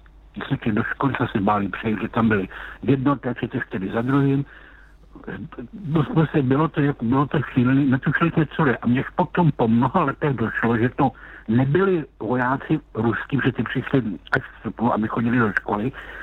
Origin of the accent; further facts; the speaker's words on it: Lysá nad Labem, Central Bohemian Region, Czechia; Já jsem z Lise nad Labem. A kdo ví, tak kousek od Lise nad Labem je s tou Milovice